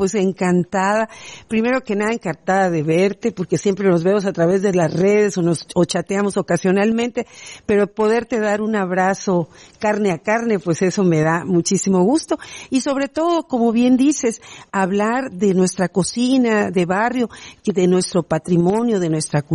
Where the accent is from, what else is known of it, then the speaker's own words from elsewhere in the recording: Campeche, Mexico; aunque somos una ciudad muy pequeña.